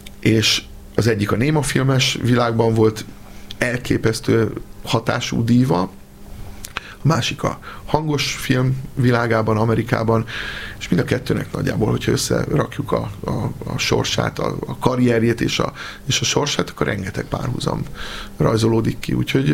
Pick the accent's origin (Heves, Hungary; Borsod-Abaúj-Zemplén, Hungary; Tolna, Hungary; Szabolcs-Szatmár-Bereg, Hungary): Heves, Hungary; Eger; Jaj, de jó, én Egri vagyok, és én ott jöttem fel.